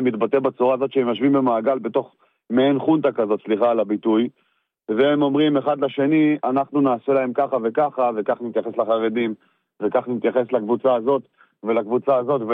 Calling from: Tel Aviv, Tel Aviv District, Israel; מתל אביב, בן 33.

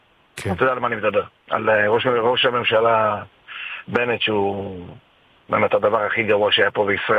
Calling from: Nahariya, Northern District, Israel; אני אגב מנהריה, אני תושב הצפון

